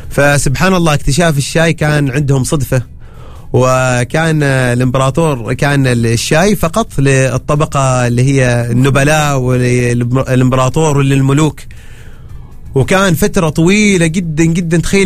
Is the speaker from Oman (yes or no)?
yes; Oman; عندنا في عمان.